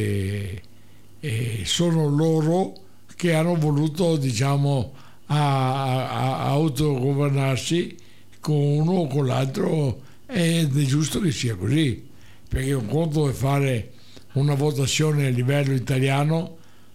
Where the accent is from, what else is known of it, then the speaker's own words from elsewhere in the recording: Veneto, Italy; io che sono veneto